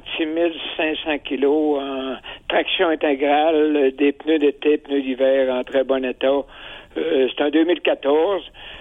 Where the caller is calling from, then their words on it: Hébertville-Station, Quebec, Canada; Oui, salut Marc, je suis d'Héberville Station.